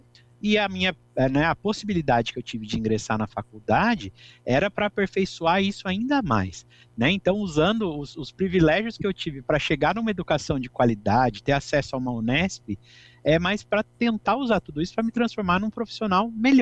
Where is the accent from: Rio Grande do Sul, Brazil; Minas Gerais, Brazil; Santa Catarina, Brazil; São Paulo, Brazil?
São Paulo, Brazil; Bauru; now in Araraquara, Brazil; Eu sou nascido e criado em Bauru e me mudei para Araraquara para cursar a faculdade.